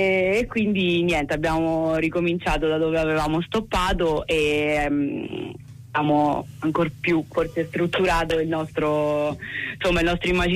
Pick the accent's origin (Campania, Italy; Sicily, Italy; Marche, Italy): Marche, Italy; Recanati; siamo una band di origine, diciamo, recanatese, comunque vabbè, marchigiana, batterista di Ancona, un po' sparsi